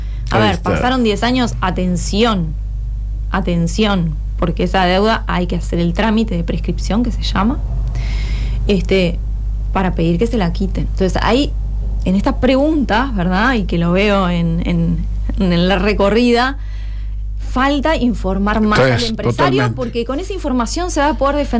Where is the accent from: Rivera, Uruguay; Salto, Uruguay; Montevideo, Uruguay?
Rivera, Uruguay; Por ejemplo, vengo de Rivera, donde la frontera es diferente de lo que puede pasar aquí en Tacuarembó.